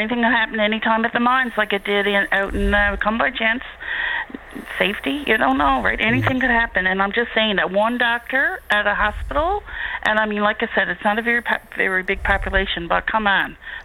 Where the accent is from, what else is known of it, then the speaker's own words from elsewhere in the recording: Wabush, Newfoundland and Labrador, Canada; now in St. John's, Canada; I grew up in Wabush, loved my life down here. I had a great life. Then I moved away, and then now I live in, I just live outside St. John's area.